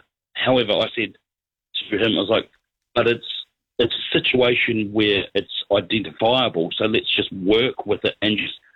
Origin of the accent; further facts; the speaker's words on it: New Zealand; So, as you know, I, being a Kiwi, you know, you put a little bit of crap on the Aussies, but I hope they do well.